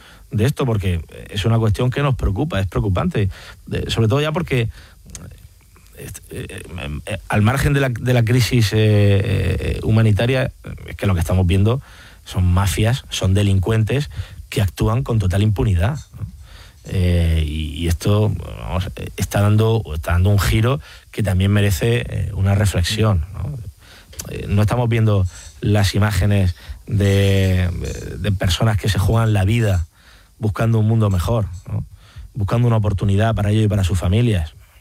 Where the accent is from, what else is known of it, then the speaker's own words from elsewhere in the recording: Region of Murcia, Spain; realmente lo que a mí me hace feliz es la región de Murcia y trabajar por los murcianos y trabajar por mi tierra, ¿no?